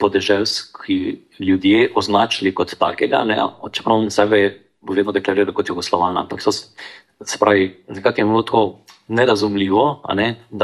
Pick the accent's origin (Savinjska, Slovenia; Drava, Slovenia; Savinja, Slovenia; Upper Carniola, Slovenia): Savinjska, Slovenia; Šmartno ob Paki; born there; vem pa, naprimer, zgodbo iz mojega rojstnega kraja, se pravi, na Šmartno opaki